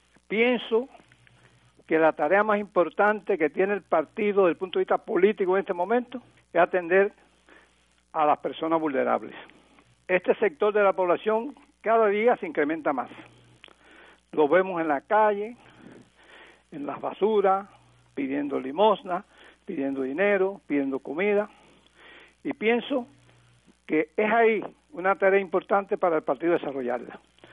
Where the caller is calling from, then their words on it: Santiago de Cuba, Cuba; de Santiago de Cuba